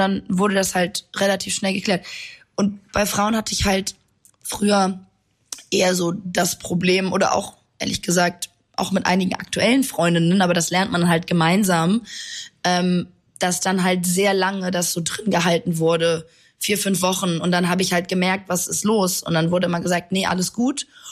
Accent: Italy; born or raised there

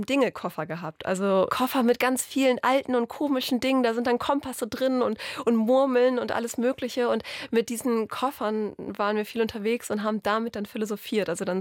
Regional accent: Northern Germany, Germany; Natürlich, ich komme aus dem Norden, ich habe diesen Nordentext geschrieben.

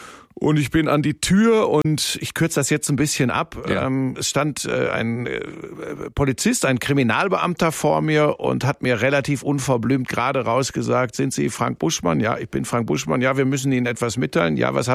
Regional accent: Hagen, North Rhine-Westphalia, Germany; also born or lived in Bottrop / Cologne; now in Munich, Germany; Ja, ich bin geboren in Bottrop. Das ist Inbegriff des Ruhrgebiets. Bin dann aufgewachsen in Hagen. Das ist so Tor zum Sauerland, ja. Ruhrgebiet.

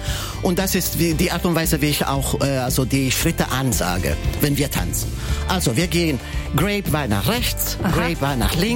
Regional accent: Italy; German is a second language; also born or lived in United States; now in Hamburg, Germany; Ich bin Italiener.

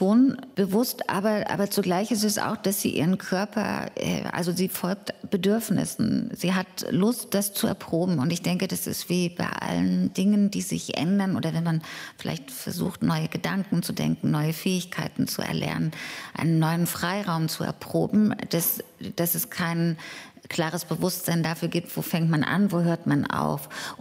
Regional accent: East Germany, Germany; Also ich bin in einem Land, in der DDR aufgewachsen, die hatte nicht nur Vorteile, aber beispielsweise gab es keine Obdachlosigkeit.

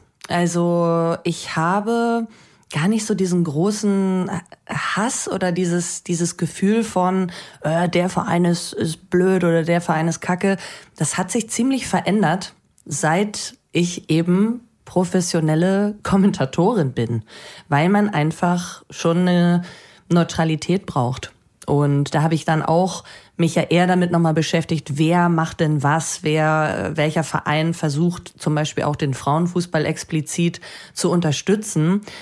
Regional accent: Bad Segeberg, Schleswig-Holstein, Germany; also born or lived in Cologne; now in Hamburg, Germany; Ich bin ja in Schleswig-Holstein aufgewachsen. Und viele denken ja immer, weil Schweizer Nationalspielerin, dass ich in der Schweiz geboren bin und da aufgewachsen bin. Nein, in Schleswig-Holstein in Bad Segeberg. Aber ich bin dann ja ganz schnell nach Köln gezogen

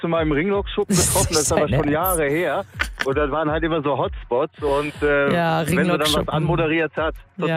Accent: Remscheid, North Rhine-Westphalia, Germany; born there; now in Cologne, Germany; Ich bin ein gebürtiger Remscheider.

